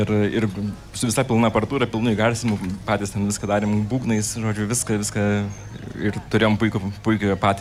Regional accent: Druskininkai, Alytus County, Lithuania; aš beje pats esu iš Druskininkų

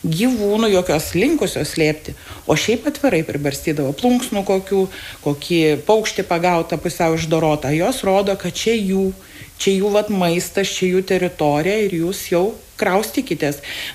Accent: Kaunas, Kaunas County, Lithuania; moved away as an adult; now in Zarasai District, Lithuania; aš esu pati kaunietė.

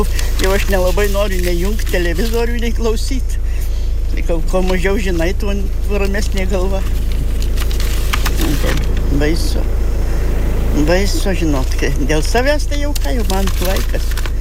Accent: Igliauka, Marijampolė County, Lithuania; Čia aš ne iš čia kilus, tai aš iš Marijampolės rajono, nu ten nuo Igliaukos, jeigu žinot, nu, da, nu už Gudelių valščius buvo.

